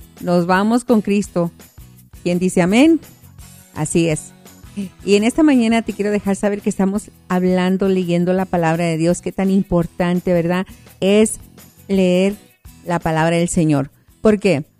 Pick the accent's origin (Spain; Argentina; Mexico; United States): United States; El Paso, Texas; Sí, soy del Paso, Texas.